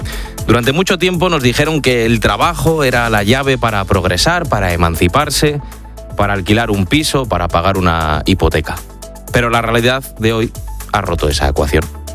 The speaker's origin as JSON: {"language": "Spanish", "country": "Spain", "said": "yo como tantos españoles no me chupo el dedo."}